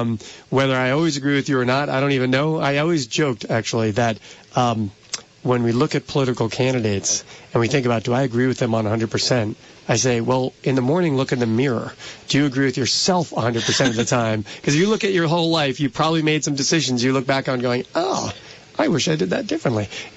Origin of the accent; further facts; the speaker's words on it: Boston, Massachusetts, United States; I grew up in the Boston area, but also sometimes in the summers in very rural western Virginia.